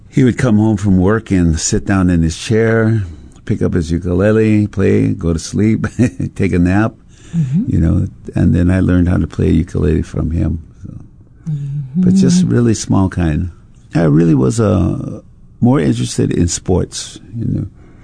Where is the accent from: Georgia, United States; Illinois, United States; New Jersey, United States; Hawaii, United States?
Hawaii, United States; Honolulu; I grew up in Kapahulu.